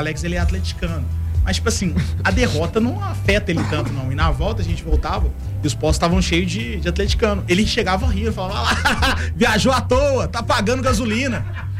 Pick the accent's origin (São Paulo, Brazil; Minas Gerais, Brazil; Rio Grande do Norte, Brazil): Minas Gerais, Brazil; Venda Nova; Eu vim da rua, sou de Venda Nova. É outro rolê.